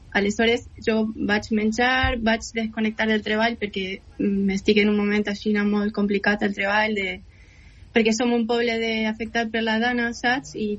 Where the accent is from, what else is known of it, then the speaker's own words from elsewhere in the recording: Argentina; Catalan is a second language; also born or lived in Menorca / Barcelona; now in Valencia, Spain; és que sóc argentina, però visc ací a València i vaig viure 5 anys a Menorca.